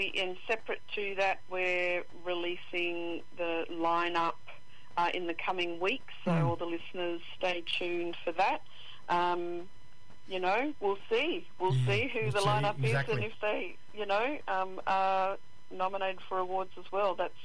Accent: Alice Springs, Northern Territory, Australia; born and bred in Mbantua, Alice Springs, Central Desert. Mob that way from mother's country, then yes.

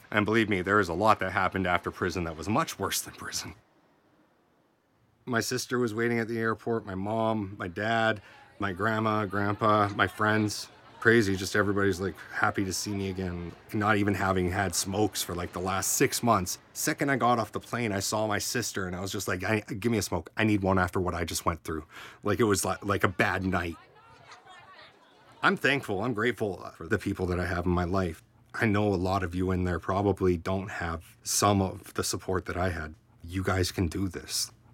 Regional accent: Burnaby, British Columbia, Canada; moved away; also born or lived in Surrey, British Columbia; I grew up in Burnaby, BC, outside of New Westminster. It's near Vancouver, it's all the same area. Then I moved to Surrey.

